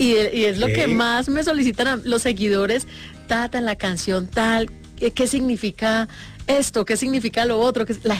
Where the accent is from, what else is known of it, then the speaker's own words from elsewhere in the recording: Cali, Valle del Cauca, Colombia; yo soy caleña, durante muchos años manejé mis horas musicales y especialmente tropicales